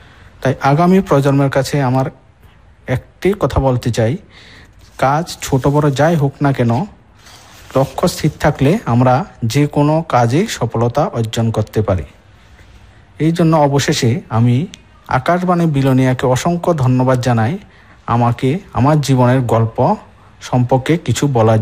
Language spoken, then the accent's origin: Bangla; Tripura, India; আমার বাড়ি বিচ্ছন্নমনো পঞ্চায়েত পাড়ায়।